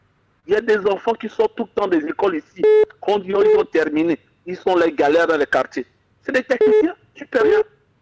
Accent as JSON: {"language": "French", "country": "Gabon", "tie": "born or raised there", "said": "Ce n'est pas aujourd'hui qu'on vit au Gabon. Nous sommes nés au Gabon, on a grandi au Gabon, on ne connaît pas un autre pays."}